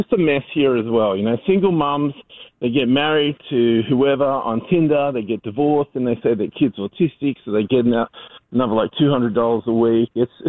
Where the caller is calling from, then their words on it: Australia; accent: American; I kind of just identify as an American in terms of my diction, how I talk English. I'm not fond of the way people here talk English.